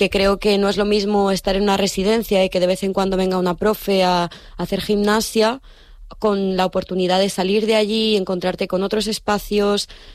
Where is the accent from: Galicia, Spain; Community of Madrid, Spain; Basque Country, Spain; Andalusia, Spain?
Community of Madrid, Spain; Madrid; Pues mira, nosotros somos tres chicos, yo que, bueno, soy de Madrid